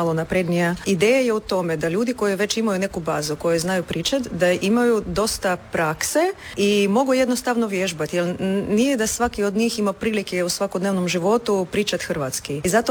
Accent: Russia; Croatian is a second language; now in Croatia; ja sam iz Rusije, ali poprilično dobro sam savladala.

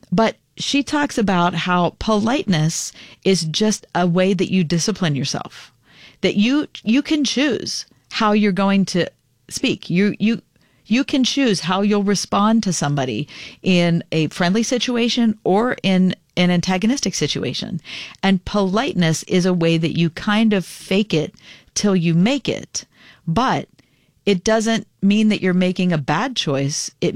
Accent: Pittsburgh, Pennsylvania, United States; I'm born and raised in Pittsburgh.

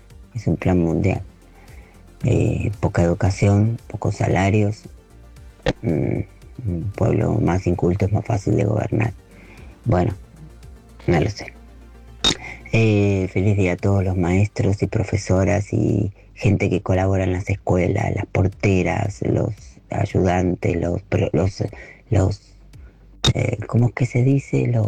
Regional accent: Verónica, Buenos Aires Province, Argentina; now in Barcelona, Spain; Yo me crié en Verónica, partido de Punta Indio, que en ese momento era partido de Magdalena

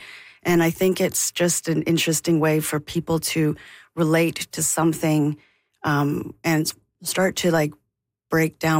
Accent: Alberta, Canada; growing up in Alberta in the 90s and you know, kind of figuring out you're queer and being a little scared about

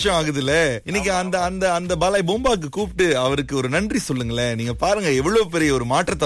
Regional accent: Malaysia; நான் மலேசியர்

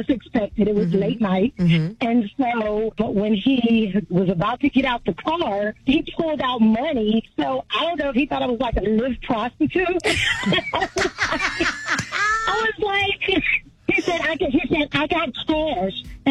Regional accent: Philadelphia, Pennsylvania, United States; I am originally from Philadelphia. So I'm kind of serious.

